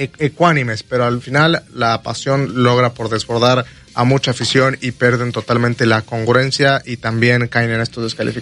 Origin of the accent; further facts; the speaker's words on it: Mexico; Yo entiendo que a lo mejor nosotros como aficionados mexicanos no tenemos muchos argumentos para ponernos a debatir de fútbol con los argentinos